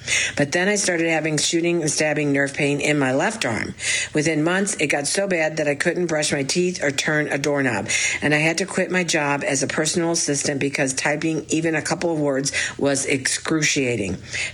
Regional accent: Connecticut, United States; as well as the fact that I grew up in Connecticut where the tick-borne disease was first found

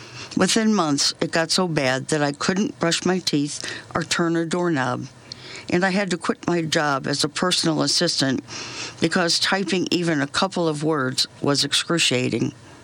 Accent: Connecticut, United States; born or raised there

